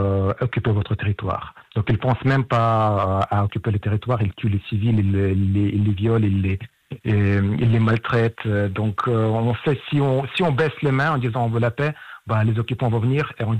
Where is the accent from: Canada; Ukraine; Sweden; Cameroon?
Ukraine; moved away as an adult; now in France; je suis en France depuis 2008, mais je me rappelle qu'à chaque fois en Ukraine, il y avait le défilé militaire.